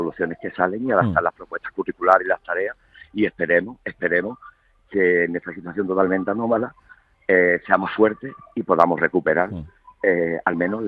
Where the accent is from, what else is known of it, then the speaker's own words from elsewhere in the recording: Ceuta, Spain; Yo he vivido en Madrid, estudié en Granada, estudié en la Universidad Católica de Lovaina, en Bélgica. Yo me formé como cualquier chaval de Ceuta que va a su estudio universitario, pero decidí examinarme aquí para ser funcionario aquí y estar en mi vida, en mi casa.